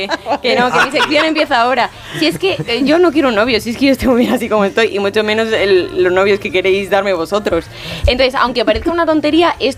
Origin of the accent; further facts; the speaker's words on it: Salamanca, Castile and León, Spain; Y si soy salmantina.